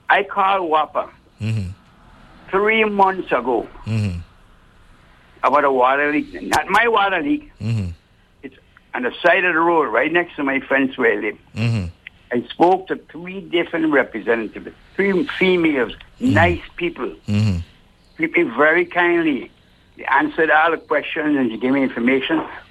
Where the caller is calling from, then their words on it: St. Thomas, U.S. Virgin Islands; I'm calling from St. Thomas.